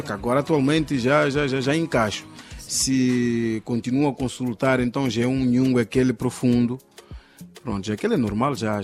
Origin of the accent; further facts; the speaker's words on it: Chimoio, Manica, Mozambique; moved away as an adult; now in Tete, Mozambique; A que mais domino é de Chimoio, né? Porque, sim, fiquei muito tempo no Chimoio desde que nasci.